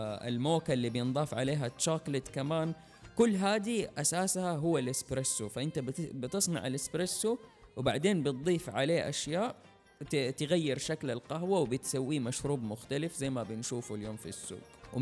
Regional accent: Saudi Arabia; عندنا في السعودية

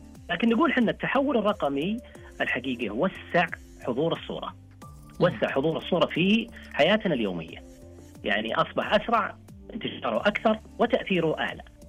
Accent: Saudi Arabia; حينما أطلق واعتمد عندنا في السعودية

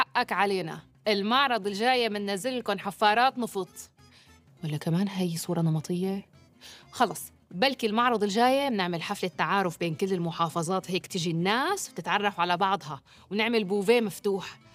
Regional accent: Syria; يمكن بدنا حدا أصغر بالسن يقدر يساعدنا نتعرف على بعض كسوريين.

